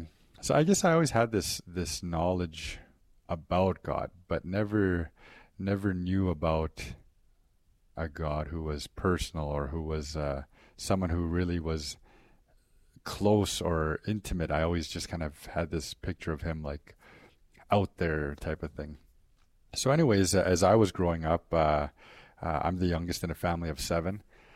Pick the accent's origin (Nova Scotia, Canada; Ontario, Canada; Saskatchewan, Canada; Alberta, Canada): Alberta, Canada; Maskwacis; also born or lived in Ermineskin Reserve; Samson is the largest of the four reserves, which is where I'm from. My dad is actually a Samson Nation member, and my mom was from the Airmanskin Reserve. So growing up, I kind of went back and forth between the two reserves.